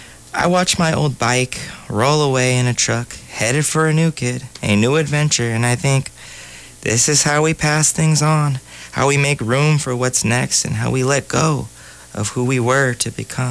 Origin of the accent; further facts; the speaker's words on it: Benicia, California, United States; in my hometown of Benicia